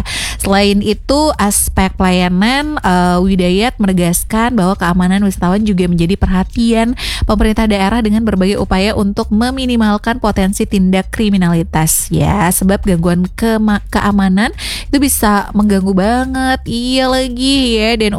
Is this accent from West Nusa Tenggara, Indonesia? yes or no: yes; Lombok, West Nusa Tenggara, Indonesia; kalau kita orang Lombok, jangan sampai nggak tahu ya.